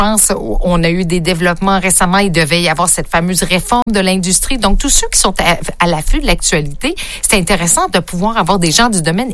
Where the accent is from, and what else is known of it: Quebec, Canada